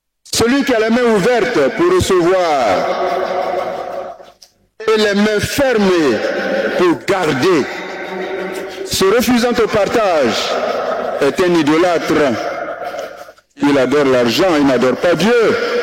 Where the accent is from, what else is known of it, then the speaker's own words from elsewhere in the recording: Côte d’Ivoire; Chez nous en Côte d'Ivoire